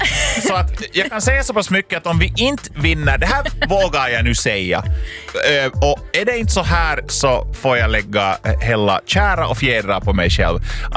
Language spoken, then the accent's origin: Swedish; Finland; att det är en ovanlig situation att vara i som finne, för att vi är liksom högt tippade i båda.